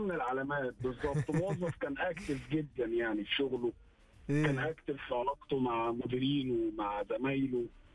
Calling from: Egypt; زي ما بنقول عندنا في مصر كده

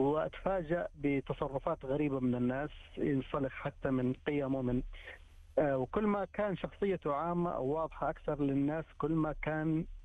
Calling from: Jeddah, Makkah Province, Saudi Arabia

